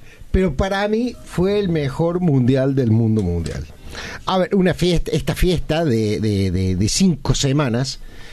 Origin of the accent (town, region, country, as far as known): Argentina